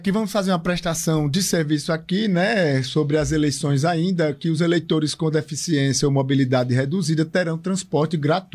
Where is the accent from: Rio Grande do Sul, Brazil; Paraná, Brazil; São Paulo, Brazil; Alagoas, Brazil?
Alagoas, Brazil